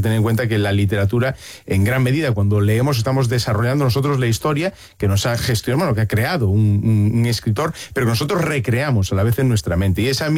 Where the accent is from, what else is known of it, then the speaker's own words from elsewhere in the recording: Galicia, Spain; Como buen gallego, depende.